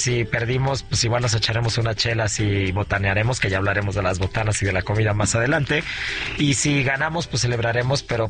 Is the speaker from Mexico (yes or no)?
yes; Mexico; pues como buenos mexicanos nos vamos ilusionando más, nos vamos emocionando más.